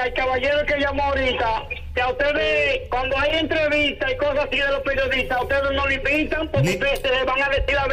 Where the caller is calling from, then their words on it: Villa Vásquez, Montecristi, Dominican Republic; yo soy de Villavaca